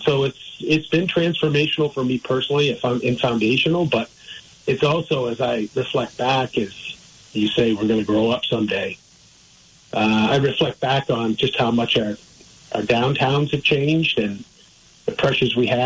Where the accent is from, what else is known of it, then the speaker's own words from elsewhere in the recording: East Montpelier, Vermont, United States; born there; I was born in East Montpelier. I said, I like looking at the Worcester mountain range from this side, because when I grew up, I looked at it from the other side.